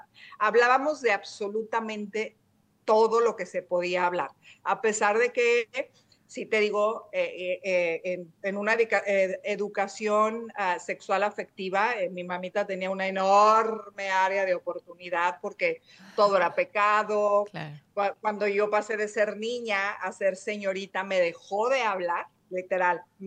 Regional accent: León, Guanajuato, Mexico; yo soy de León, Guanajuato, yo me fui a vivir a estudiar a la Universidad a Puebla.

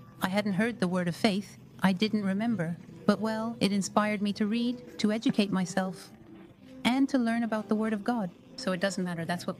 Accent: Nueva Esparta, Venezuela; English is a second language; moved away as an adult; I am from Venezuela. From the island of Maria la Virgen del Daile, of course, it had a very important impact on my life, my history, my upbringing.

